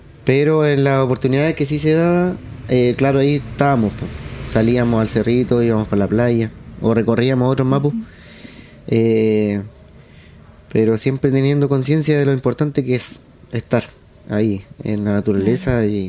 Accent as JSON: {"language": "Spanish", "town": "Penco", "region": "Biobío", "country": "Chile", "tie": "born or raised there", "also_born_or_lived": "Chiguayante"}